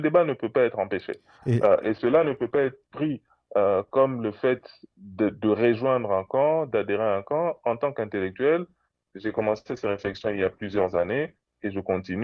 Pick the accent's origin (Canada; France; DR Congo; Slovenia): DR Congo; Pour moi, en tant que Congolais, je ne peux pas dire au peuple que ceux qui sont là continuent ou continuent pas.